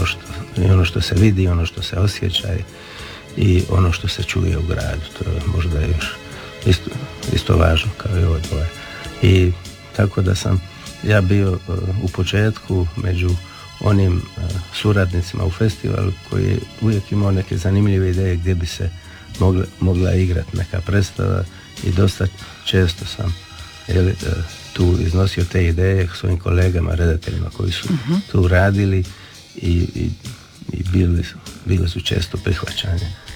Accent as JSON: {"language": "Croatian", "town": "Dubrovnik", "region": "Dubrovnik-Neretva County", "country": "Croatia", "tie": "born or raised there", "said": "ja kao rođeni Dubrovčanin"}